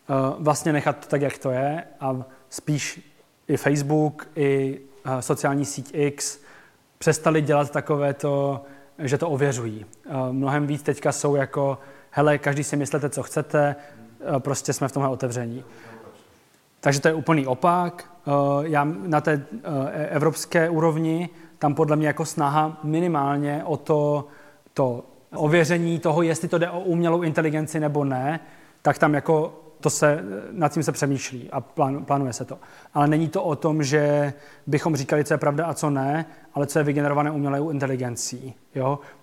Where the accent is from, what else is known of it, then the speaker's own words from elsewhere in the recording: Ostrava, Moravian-Silesian Region, Czechia; Z Ostravy. A právě jsem jako pracoval v Praze, studoval, ale měl jsem jako velkou motivaci se vrátit domů a založit tam tu svoji redakci